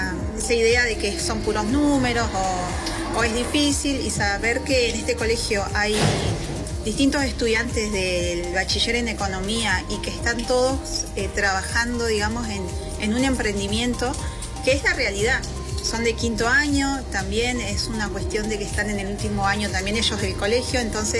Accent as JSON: {"language": "Spanish", "town": "Río Turbio", "region": "Santa Cruz", "country": "Argentina", "said": "a lo que yo, de donde yo vengo, que es de Río Turbio, ¿no?"}